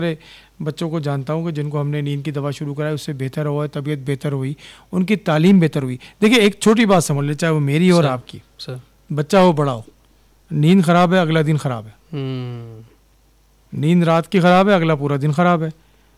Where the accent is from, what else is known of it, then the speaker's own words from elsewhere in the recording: Pakistan; جو ہم پاکستانی ہیں نا قوم